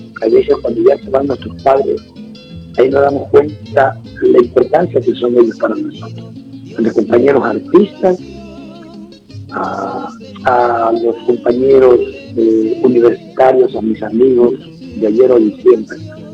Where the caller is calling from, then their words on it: Esmeraldas, Ecuador; mi tierra, de Esmeralda, de mi poder querido